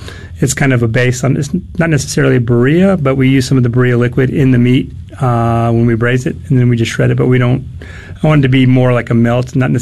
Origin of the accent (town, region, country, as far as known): California, United States; born or raised there